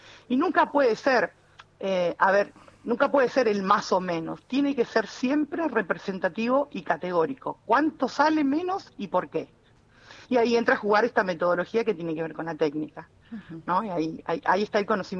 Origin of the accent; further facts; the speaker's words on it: Mar del Plata, Buenos Aires Province, Argentina; yo que vengo de Mar del Plata, para mí es muy importante también